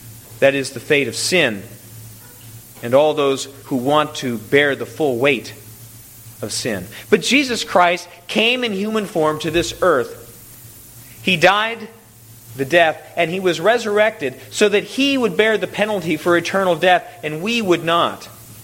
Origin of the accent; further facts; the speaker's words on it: United States; we also have the great blessing of being an American and knowing that most of us, we have a place to stay.